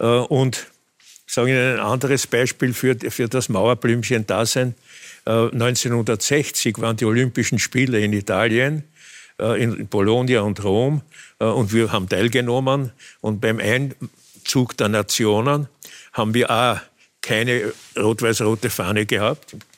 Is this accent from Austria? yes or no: yes; Vienna, Austria; sondern meinem Familiennamen entsprechend in Favoriten. Und wir sind aber dann die Familie eben nach Herna